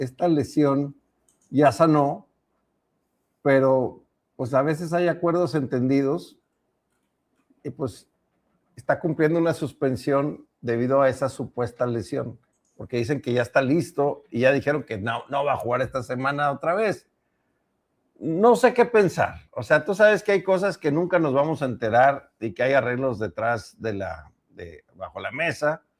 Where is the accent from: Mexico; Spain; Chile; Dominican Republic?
Mexico; Yo como mexicano me siento orgulloso